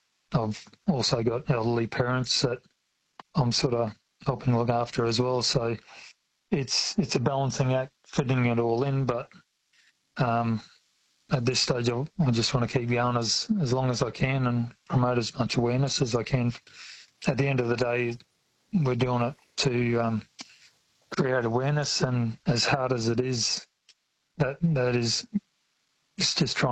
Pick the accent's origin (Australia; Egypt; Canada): Australia; Being an Aussie, that's always been keen to have a go doing whatever you can yourself.